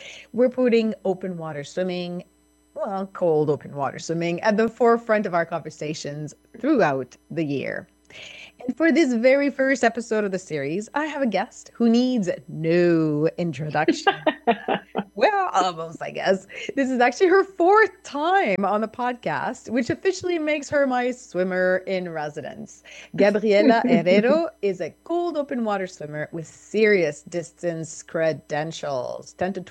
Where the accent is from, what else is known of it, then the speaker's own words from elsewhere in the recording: Canada; now in Vancouver, Canada; I'm French Canadian.